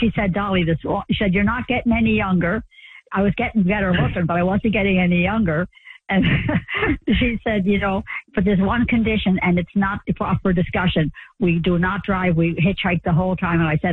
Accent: Nova Scotia, Canada; because we grew up in Cape Breton Island, we had a similar culture

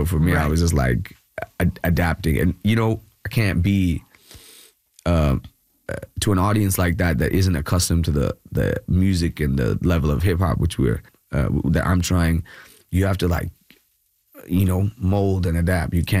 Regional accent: Kerala, India; moved away; also born or lived in Bangalore; So I'm from Kerala, but yeah. I actually moved to Bangalore.

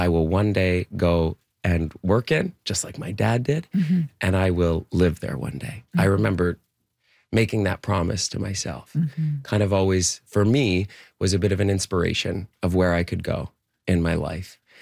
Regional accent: Whitby, Ontario, Canada; I remember growing up in Whitby

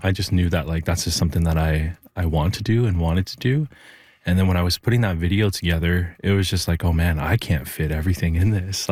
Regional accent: Toronto, Ontario, Canada; moved away as an adult; also born or lived in Mississauga; now in Yellowknife, Canada; especially being from the South and, you know, growing up in Toronto and Mississauga my whole life in the GTA

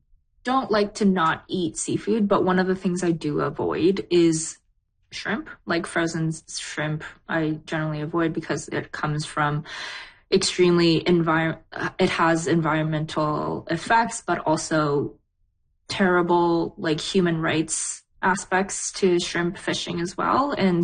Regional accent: British Columbia, Canada; also born or lived in South Korea; Yeah, I was born in Korea, but I grew up outside of Vancouver.

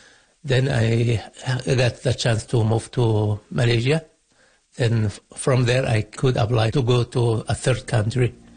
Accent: Yemen; moved away as an adult; now in Winnipeg, Canada; I'm 36 years old. I'm from Yemen. I moved here last year. I attend the Pride here in Winnipeg

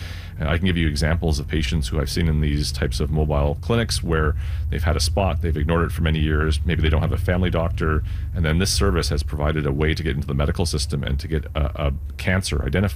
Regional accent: Ottawa, Ontario, Canada; I'm a dermatologist from Ottawa, actually.

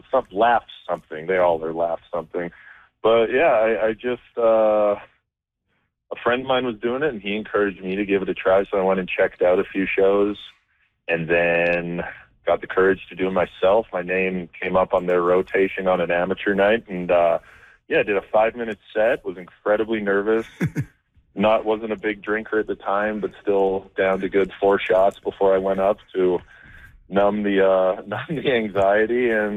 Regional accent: Edmonton, Alberta, Canada; also born or lived in New York; I'm from Edmonton, born and raised in Edmonton

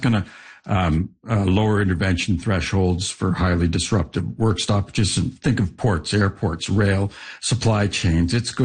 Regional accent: Toronto, Ontario, Canada; I'm from Toronto. I've never seen Toronto have bumper to bumper billionaires before.

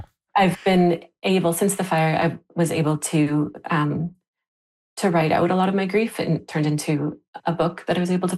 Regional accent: Lytton, British Columbia, Canada; And like I said, I grew up in Lytton, so I knew warm weather. Lytton was Canada's hotspot

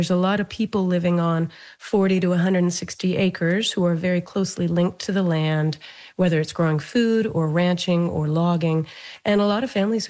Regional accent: Horsefly, British Columbia, Canada; Oh, heck yeah. I grew up taking p

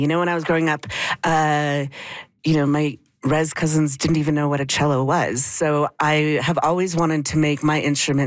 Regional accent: Canada; She's also from Treaty 8. I'm from Treaty 8.

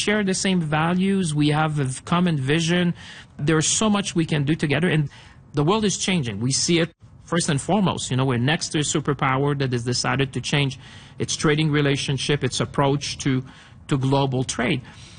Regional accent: Canada; I'm Canadian

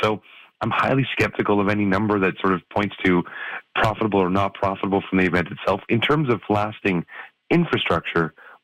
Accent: Canada; I think as a Canadian soccer fan

